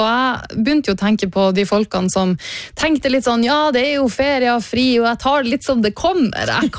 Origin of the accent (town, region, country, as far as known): Finnmark, Norway